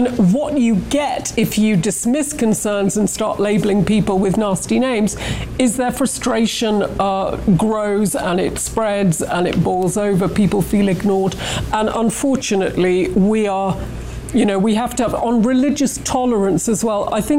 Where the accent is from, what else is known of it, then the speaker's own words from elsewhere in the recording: Wolverhampton, West Midlands, United Kingdom; And I grew up in Wolverhampton, which is in the West Midlands.